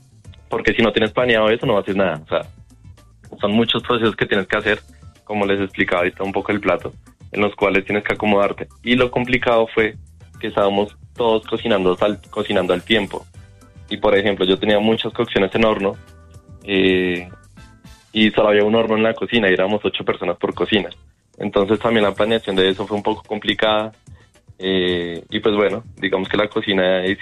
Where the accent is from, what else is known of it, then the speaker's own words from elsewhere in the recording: Colombia; la nueva generación de cocineros colombianos. Siento que estamos haciendo un muy buen trabajo, pues sí, me incluyo en eso